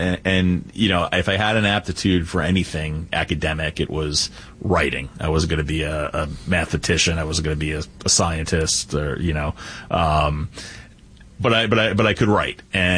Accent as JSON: {"language": "English", "area": "Long Island", "region": "New York", "country": "United States", "tie": "born or raised there", "also_born_or_lived": "Brooklyn, New York", "moved": "as an adult", "said": "I was born in Brooklyn, but raised on Long Island. I was a Long Island boy."}